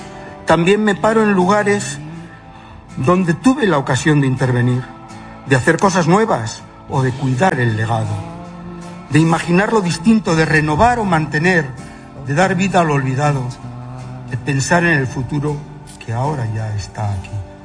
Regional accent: Logroño, La Rioja, Spain; No nací en Logroño, pero esta es la tierra que quiero, la que siempre he elegido cuando la vida me ha puesto a prueba.

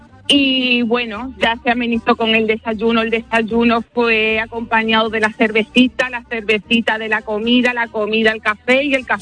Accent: Almendralejo, Extremadura, Spain; Sí, sí, yo soy de Almendralejo y sé que había gente de Almendralejo en Nueva York viendo España

